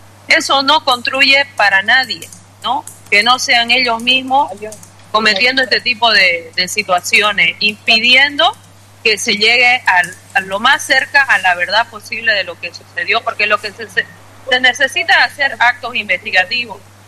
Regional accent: Bolivia

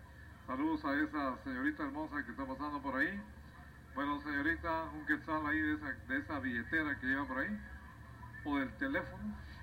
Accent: Guatemala; somos una mezcla total aquí en este, en esta Guatemala nuestra.

